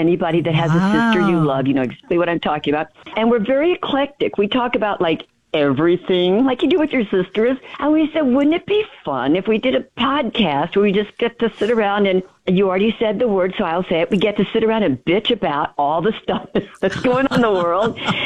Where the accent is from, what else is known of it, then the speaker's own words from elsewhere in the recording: Texas, United States; we're actually from Texas. I still live in Texas, and I coach acting here